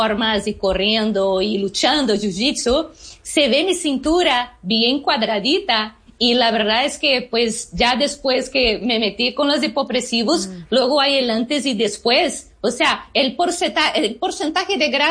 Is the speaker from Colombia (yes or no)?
no; Brazil; Spanish is a second language; now in Mexico; Así que para una brasileña, amar la tortilla Eso es porque sí, ya soy mexicana.